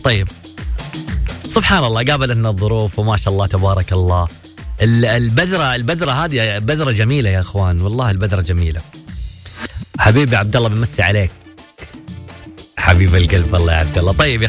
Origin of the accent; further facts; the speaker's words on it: Yemen; أنا من اليمن وأتمنى إنه هذه البلدة تنتصر.